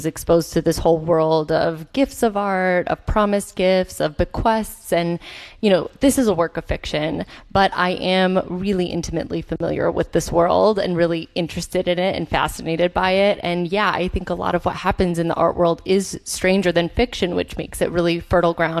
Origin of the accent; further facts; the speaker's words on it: Chicago, Illinois, United States; moved away as an adult; I'm from Chicago originally. I came to undergrad at Tufts in 2006